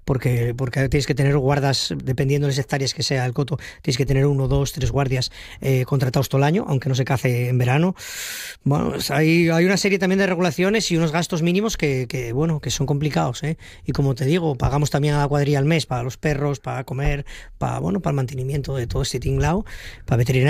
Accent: Asturias, Spain; somos asturianos y nosotros, bueno, yo el primero.

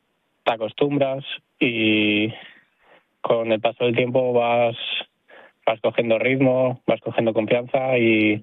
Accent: Gijón, Asturias, Spain; Llevaba ya 11 años ahí y soy de Gijón, cuesta, pero yo creo que ya era necesario para crecer y para mejorar.

